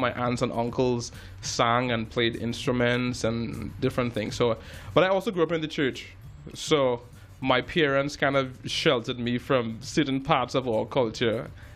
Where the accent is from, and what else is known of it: Belmont, Trinidad & Tobago; born or raised there; also born or lived in United States; now in Toronto, Canada